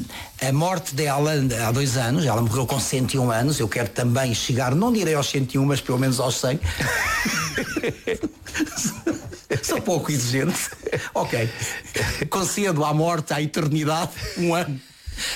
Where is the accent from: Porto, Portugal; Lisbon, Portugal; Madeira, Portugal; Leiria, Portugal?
Lisbon, Portugal; born there; Eu nasci na Rua das Pedras Negras, portanto ali ao pé do Largo do Caldas.